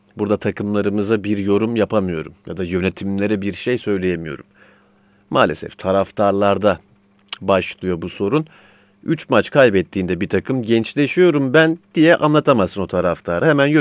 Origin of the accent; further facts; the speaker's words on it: Istanbul, Turkey; İzmir doğumlu falan değilim, İstanbulluyum doğma büyüme.